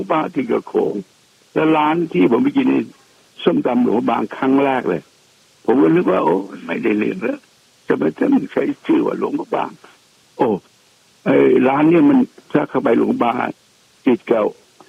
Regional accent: Chiang Rai, Thailand; ที่ผมตกใจบ้านผมอยู่เชียงรายนะครับแต่มะเขือเทศทำให้เชียงรายมันหวาน

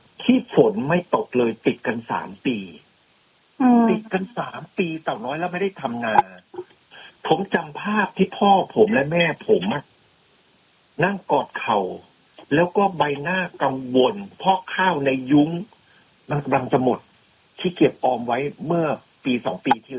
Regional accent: Chaiyaphum, Thailand; moved away; ตัวผมเนี่ยตอนสมัยเป็นเด็กอยู่ที่จังหวัดชัยภูมิ

